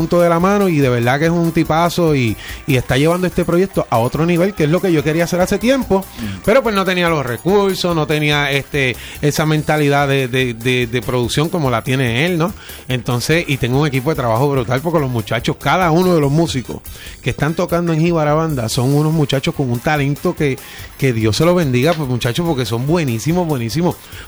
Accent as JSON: {"language": "Spanish", "town": "Villalba", "country": "Puerto Rico", "tie": "born or raised there", "said": "Yo digo fielmente que soy de Villalba. Óyeme bien, Villalba, Puerto Rico. No toco hace 25 años en Villalba, pero soy de Villalba, Puerto Rico."}